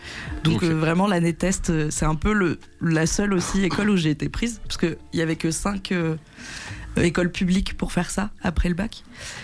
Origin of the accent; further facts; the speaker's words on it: Brézins, Auvergne-Rhône-Alpes, France; also born or lived in Voiron; Non, moi, je suis née à Voiron, j'ai grandi. J'étais à l'école primaire de mon village à Brezin.